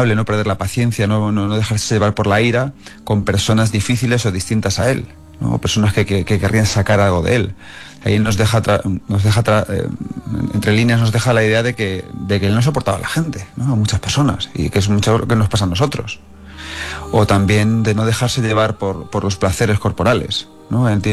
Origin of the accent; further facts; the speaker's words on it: Manzanares, Castilla-La Mancha, Spain; Yo soy de un pueblo de Ciudad Real muy chiquitín, de Manzanares. Bueno, no tan chiquitín, somos 15, 18 mil.